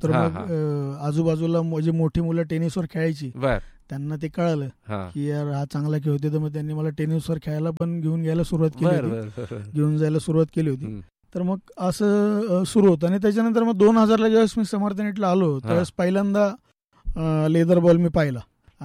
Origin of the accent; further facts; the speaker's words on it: Bhingar, Maharashtra, India; मी राहायला, माझं बालपण बिंगारमध्ये गेलं, गल्लीमध्ये।